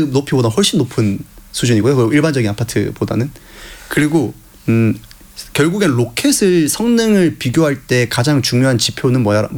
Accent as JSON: {"language": "Korean", "region": "Ulsan", "country": "South Korea", "tie": "born or raised there", "moved": "yes", "lives_now": "Seoul, South Korea", "said": "제가 고향이 울산인데"}